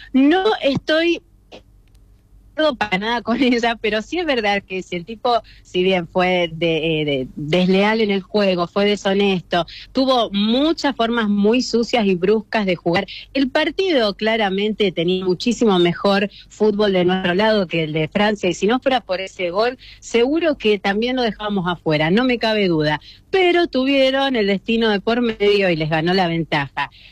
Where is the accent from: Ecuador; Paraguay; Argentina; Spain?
Paraguay